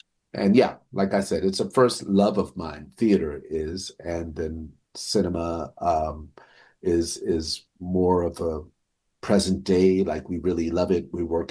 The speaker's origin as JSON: {"language": "English", "region": "New York", "country": "United States", "tie": "born or raised there", "said": "from theater, growing up in New York, going to plays, musicals, and you know, traditional theater."}